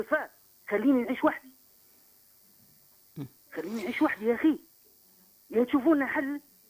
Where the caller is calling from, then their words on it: Oum El Araies, Gafsa Governorate, Tunisia; إذا كان أنا مشني تونسي مشني تابعين معتمديت معرايس مشني تابع تونس